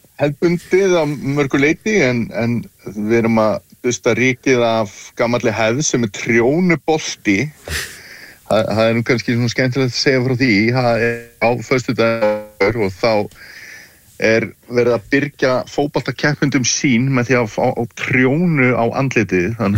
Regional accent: Fáskrúðsfjörður, Eastern Region, Iceland; manni finnst stundum hefur maður alast upp og mikið á Fáskursfjörði að vera að tala um þessa frönsku sjómenn sko

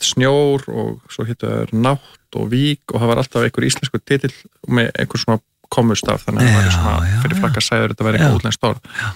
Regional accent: Kópavogur, Capital Region, Iceland; also born or lived in Grafarvogur; Nei, og ég ólst fyrst upp í Kópavogi.

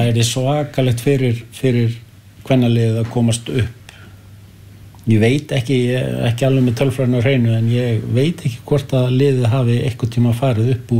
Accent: Hafnarfjörður, Capital Region, Iceland; moved away as an adult; now in Vopnafjörður, Iceland; Ég kem úr Hafnarfirðinu.

